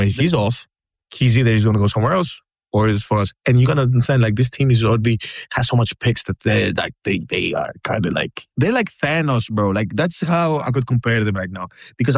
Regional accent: Greece; also born or lived in Europe; I grew up in Europe. I was born and raised in Greece, bro.

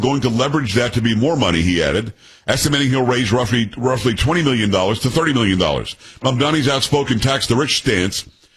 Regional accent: Copiague, New York, United States; also born or lived in Amityville; being a Metro New Yorker originally. I'm from Long Island. I was born in Amityville. Copaig is my hometown. As the crow flies, probably 20 minutes to New York City.

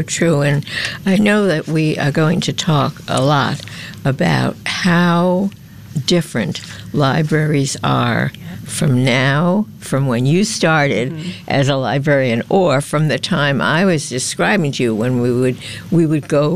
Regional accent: New York, United States; now in Buffalo, United States; I grew up in Manhattan, which is not Brooklyn, but close enough, right?

